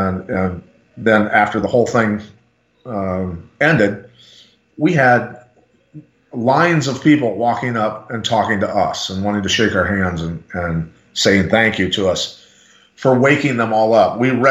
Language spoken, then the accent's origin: English; Bettendorf, Iowa, United States; here in my hometown of Bettendorf, Iowa, at the public library.